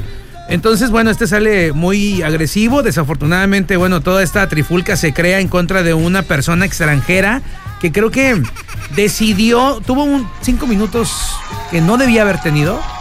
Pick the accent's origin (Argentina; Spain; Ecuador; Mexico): Mexico